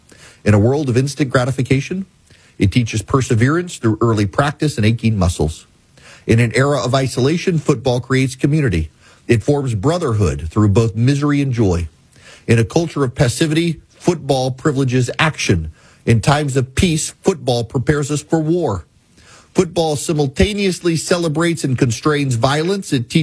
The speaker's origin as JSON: {"language": "English", "region": "Nebraska", "country": "United States", "tie": "born or raised there", "said": "When I was growing up in Nebraska, detasseling corn was a rite of passage."}